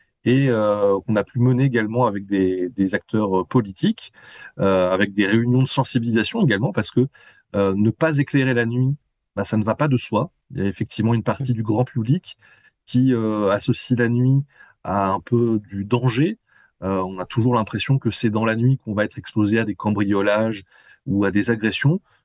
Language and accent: French; France